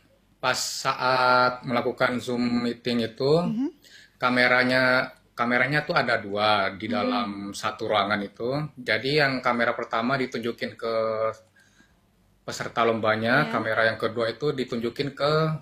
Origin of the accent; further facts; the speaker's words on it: Sumenep, East Java, Indonesia; Asal ya Sumenep.